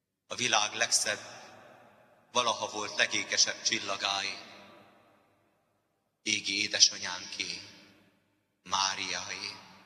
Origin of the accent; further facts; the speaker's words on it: Hungary; Igenis, magyarok vagyunk.